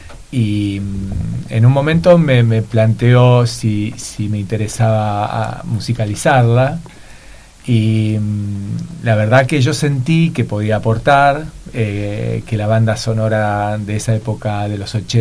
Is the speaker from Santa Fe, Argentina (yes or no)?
yes; Rosario, Santa Fe, Argentina; yo soy rosarino, y mi relación es más con el litoral que con el mar